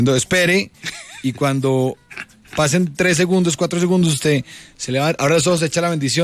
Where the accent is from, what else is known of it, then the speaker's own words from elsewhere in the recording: Manizales, Caldas, Colombia; moved away; yo crecí en Manizales